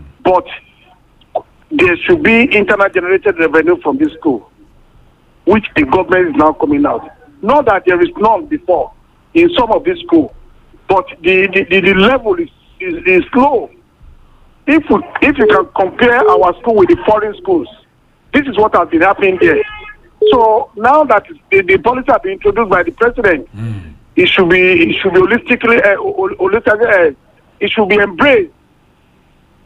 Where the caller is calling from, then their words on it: Ifon, Ondo, Nigeria; from Ifon.